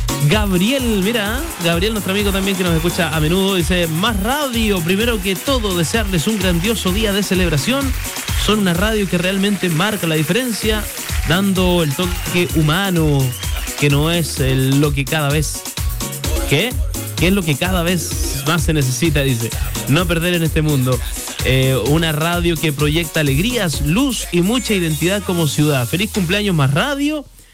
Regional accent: Chile; Eso que soy chileno, parece.

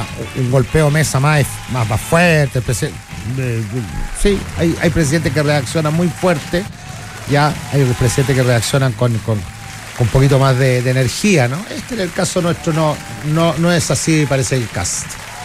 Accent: Chile; Yo lo digo como chileno, ¿no? Amante de mi patria.

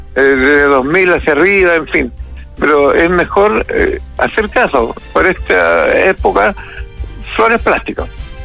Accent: Chile; ¿Somos así los chilenos?

